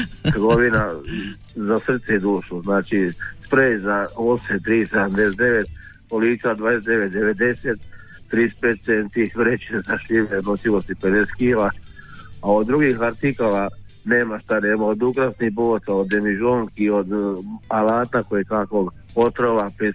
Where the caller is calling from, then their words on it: Đakovo, Osijek-Baranja County, Croatia; Đakovački